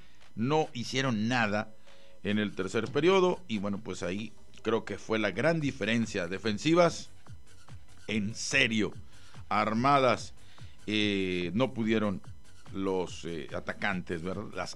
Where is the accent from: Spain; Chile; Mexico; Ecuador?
Mexico; las responsabilidades que tenemos como mexicanos